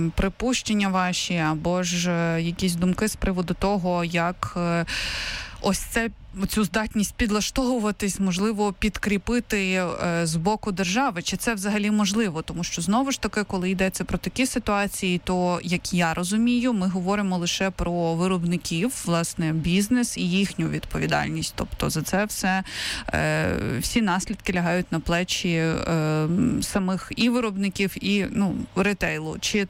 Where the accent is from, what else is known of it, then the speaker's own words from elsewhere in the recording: Kyiv, Ukraine; Принаймні, знову ж таки, я як киянка не бачу цього наразі в магазинах.